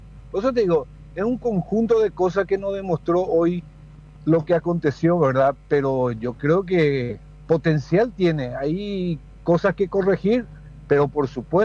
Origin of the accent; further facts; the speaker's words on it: Paraguay; nosotros como paraguayos